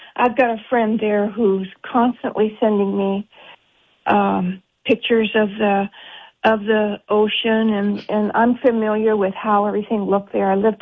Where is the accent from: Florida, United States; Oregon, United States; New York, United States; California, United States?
Oregon, United States; It's a great privilege, because I come from Oregon, where there's mail-in voting only.